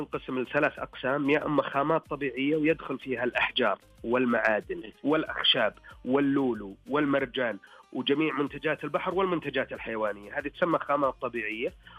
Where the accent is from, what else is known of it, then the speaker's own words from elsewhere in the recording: Saudi Arabia; حنا عندنا بالسعودية